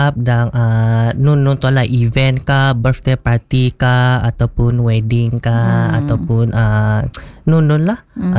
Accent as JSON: {"language": "Malay", "town": "Marudi", "region": "Sarawak", "country": "Malaysia", "said": "Aku asal dari Marudi Long Ati Baram."}